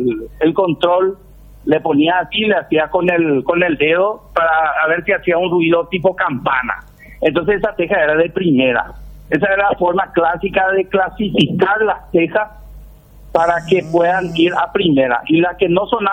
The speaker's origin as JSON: {"language": "Spanish", "region": "Asunción", "country": "Paraguay", "tie": "born there", "moved": "yes", "lives_now": "Luque, Paraguay", "said": "Yo soy luqueño porque por adopción, nací en Asunción"}